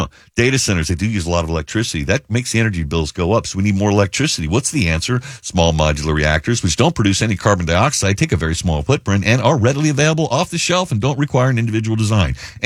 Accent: United States; born there; We here in the United States, and we're blessed to have been born in this country.

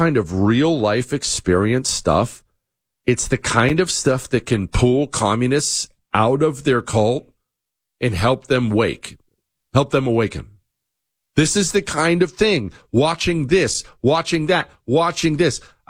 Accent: Bozeman, Montana, United States; Now, I grew up in Bozeman, Montana. It was relatively crime free.

